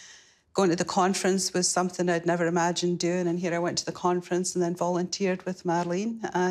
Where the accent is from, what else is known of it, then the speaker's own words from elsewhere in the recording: Scotland, United Kingdom; accent: Scottish; now in Pennsylvania, United States; I'm from Scotland.